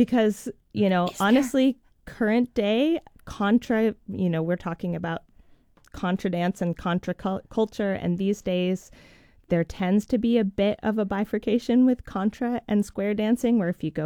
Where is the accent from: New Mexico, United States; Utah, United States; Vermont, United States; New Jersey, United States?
Vermont, United States; I grew up in Vermont, but didn't start contra dancing until after college.